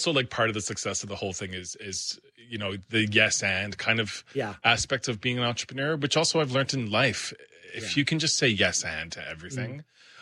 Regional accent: Newfoundland and Labrador, Canada

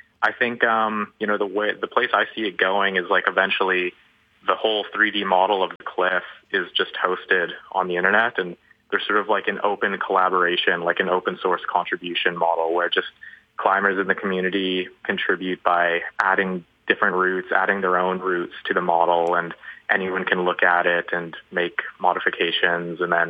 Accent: Calgary, Alberta, Canada; I mean, I grew up in Calgary

